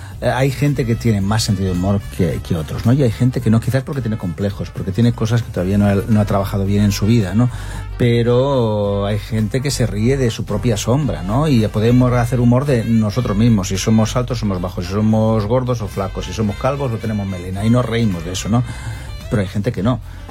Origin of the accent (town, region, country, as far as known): Spain